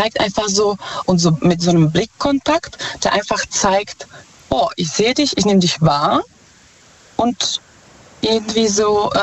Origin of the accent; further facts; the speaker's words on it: Czechia; German is a second language; Ich komme ursprünglich aus Tschechien.